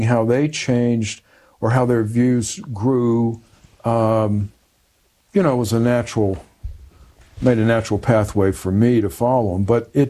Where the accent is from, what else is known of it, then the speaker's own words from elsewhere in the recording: the South, United States; You know, I grew up in the South.